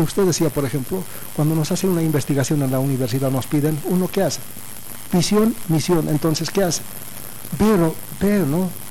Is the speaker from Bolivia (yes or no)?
yes; Bolivia; cómo nos hemos unido los bolivianos.